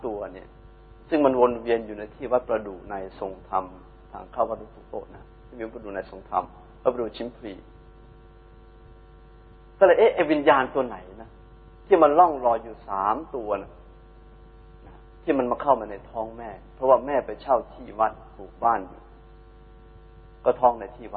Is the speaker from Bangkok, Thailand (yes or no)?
yes; Bangkok, Thailand; born there; พี่สาวเกิดที่อยุธยาแต่ว่าอาตมากับพี่ชายแล้วก็น้องสาวเกิดที่กรุงเทพสองกรุงนะฮะเป็นเลือดกรุงศรีอยุธยาแต่มาเกิดที่กรุงเทพแล้วก็เกิดในพื้นที่วัด